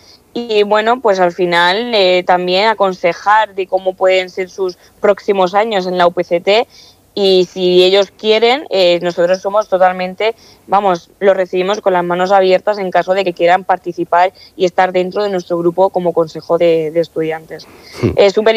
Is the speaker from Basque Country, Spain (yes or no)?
no; Castilla-La Mancha, Spain; moved away as an adult; yo no soy de Cartagena. De hecho, yo soy de un pueblo de Ciudad Real, de Castilla-La Mancha.